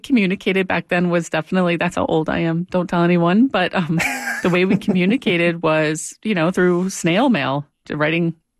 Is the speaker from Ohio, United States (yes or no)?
yes; Ohio, United States; moved away as an adult; now in Denmark; I grew up in Ohio, yes.